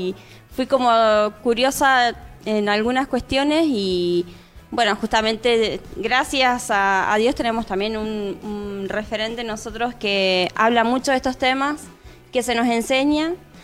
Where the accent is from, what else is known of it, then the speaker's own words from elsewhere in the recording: La Pampa, Argentina; Del país de acá de La Pampa.